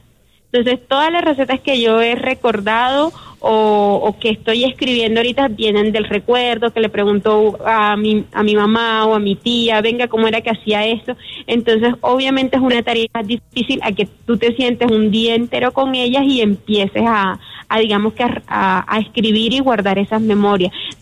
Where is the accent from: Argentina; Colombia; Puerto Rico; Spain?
Colombia; nosotros como colombianos entendamos el valor de esas cosas que nos hacen únicos